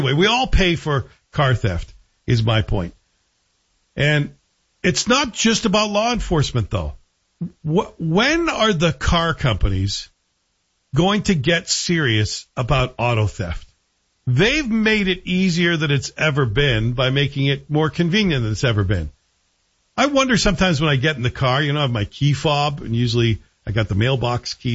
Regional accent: Toronto, Ontario, Canada; moved away as an adult; now in Ottawa, Canada; Toronto's my hometown

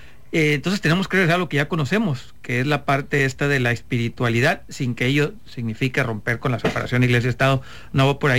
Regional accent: Sinaloa, Mexico; hablo de Sinaloa específico, donde los sinaloenses

